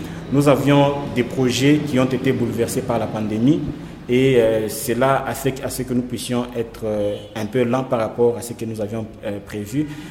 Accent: Kolwezi, Lualaba, DR Congo; moved away as an adult; also born or lived in Lubumbashi; je suis né à Kolwezi, j'ai grandi à Kolwezi. Et puis, en 2014, j'ai quitté Kolwezi, la laissant au statut de ville. Et je suis venu à Lubumbashi étudier.

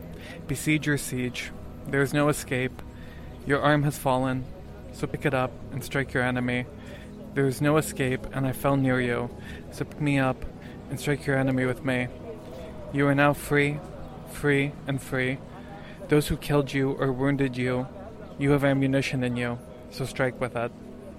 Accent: Canada; born there; I'm one of the Palestinians, not who's just supposed to forget by time, but also by displacement. By being moved to Canada, I was born in Canada

